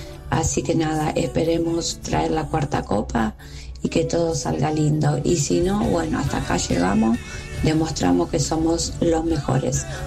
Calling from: Merlo, Buenos Aires Province, Argentina; de Merlo.

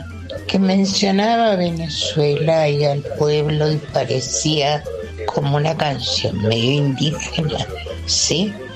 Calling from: Buenos Aires, Argentina; de Villa del Parque, muy fonca.

